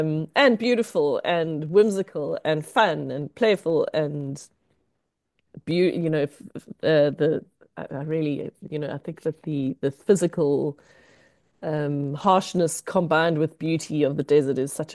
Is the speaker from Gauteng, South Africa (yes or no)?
yes; Pretoria, Gauteng, South Africa; I grew up in Pretoria, which is the capital city of South Africa. During apartheid, I was born in the 70s in 72.